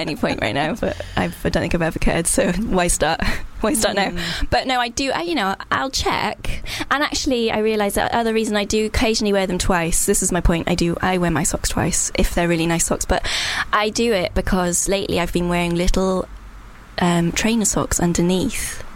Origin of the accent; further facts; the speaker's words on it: Wales, United Kingdom; being Welsh makes you probably slightly happier because, as Kara said, every day we thank the Lord we're Welsh.